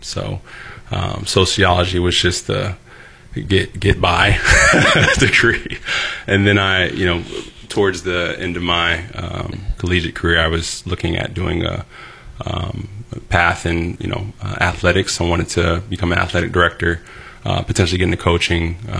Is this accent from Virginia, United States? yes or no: yes; Virginia Beach, Virginia, United States; So, grew up in Virginia Beach, Virginia.